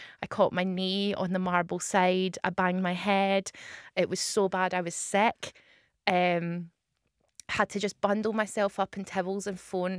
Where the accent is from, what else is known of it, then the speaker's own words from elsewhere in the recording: Glasgow, Scotland, United Kingdom; as a Glaswegian